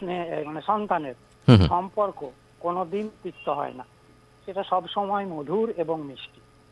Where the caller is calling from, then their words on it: Dubrajpur, West Bengal, India; আমি পশ্চিমবঙ্গের বীরভূম জেলার দুবরাজপুর থেকে